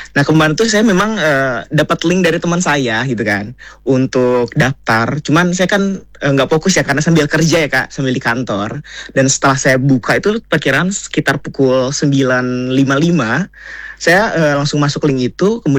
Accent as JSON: {"language": "Indonesian", "town": "Cianjur", "region": "West Java", "country": "Indonesia", "lives_now": "Jakarta, Indonesia", "said": "Ini sebenarnya pakaian yang tradisional dari daerah saya sih kak. Pastinya yaitu adalah saya pakai pakaian adat Sunda sih kak. Itu adalah pangsi yang saya bawa sendiri dari Cianjur, Jawa Barat. Kebetulan saya memang stay di Jakarta ya kak."}